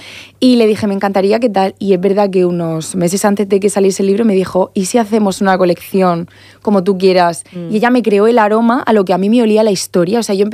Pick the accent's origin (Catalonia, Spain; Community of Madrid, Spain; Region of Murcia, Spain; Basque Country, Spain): Region of Murcia, Spain; como yo soy aquí de Murcia